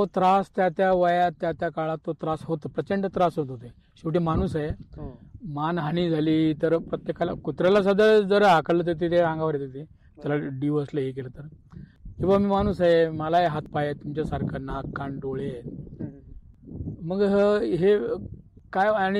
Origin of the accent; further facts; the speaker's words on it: Chikhalgaon, Maharashtra, India; माझं चिखलगाव म्हणून अकोला जिल्ह्यामध्ये गाव आहे, चिखलगाव. तर तिथं माझं सगळं बालपण, जन्म तिथलं आहे, 4th पर्यंत शिक्षण तिथंच झालं. आणि प्रचंड गरिबी, म्हणजे गाव कोसाव्याचे जे जगणं आमचं त्यावेळेचं काळ, तो 47 जन्म आहे माझा.